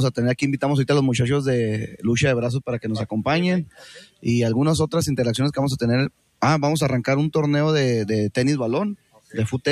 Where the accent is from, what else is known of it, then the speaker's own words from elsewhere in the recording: Mexico; sin hablar con el corazón de que somos mexicanos